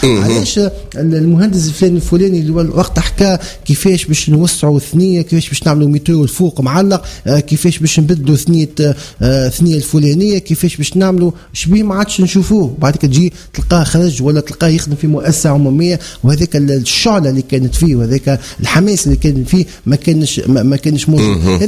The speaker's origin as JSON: {"language": "Arabic", "country": "Tunisia", "said": "انا كمواطن تونسي"}